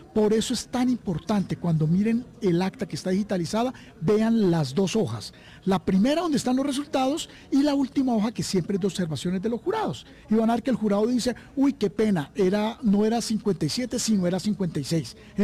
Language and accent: Spanish; Colombia; no le echemos la culpa a la policía, somos nosotros los colombianos